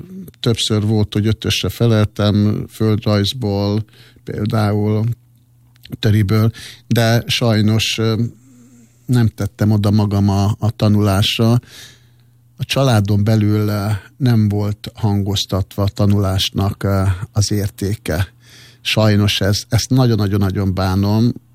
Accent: Budapest, Hungary; also born or lived in Ózd, Borsod; Aztán ugye felköltöztünk Budapestre, 18. kerületbe, Pestőrincre, egy családi házba. Hát annak is van egy külön sztoria, de most azt nem részletezném. Ugye nagy dolog volt, akkor időben egy cigány család felkötözik Budapestre

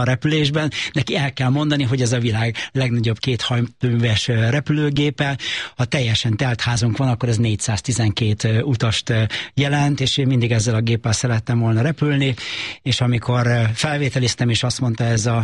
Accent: Szeged, Csongrád-Csanád, Hungary; Szegeden nőttem föl, és ott egy erős gimnáziumba jártam

